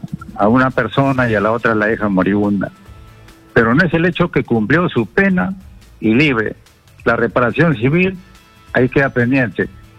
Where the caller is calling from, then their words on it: Ilo, Moquegua, Peru; Puerto Hilo